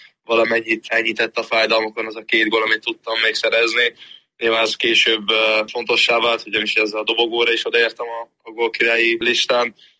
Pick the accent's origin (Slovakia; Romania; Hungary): Hungary; born or raised there